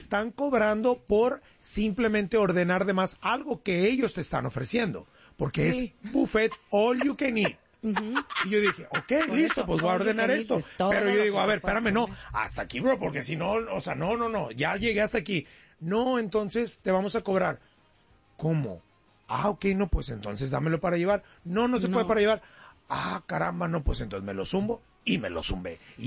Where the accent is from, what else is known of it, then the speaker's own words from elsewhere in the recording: Monterrey, Nuevo León, Mexico; yo soy regio, bro.